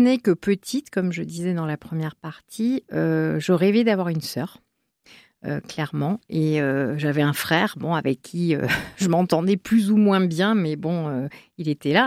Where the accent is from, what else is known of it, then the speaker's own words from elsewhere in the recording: Pau, Nouvelle-Aquitaine, France; born there; Donc effectivement, je suis née bien à Pau.